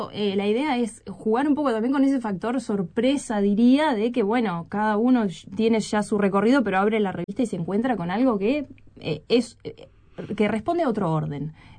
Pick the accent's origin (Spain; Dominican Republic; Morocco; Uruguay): Uruguay; Carmelo, Colonia; de Carmelo, oriunda, uh-huh, de Carmelo, como yo.